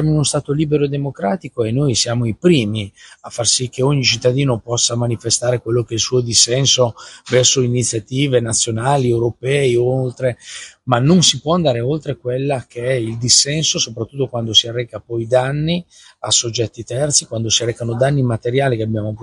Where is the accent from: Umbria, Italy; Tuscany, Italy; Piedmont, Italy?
Piedmont, Italy; anche da piemontese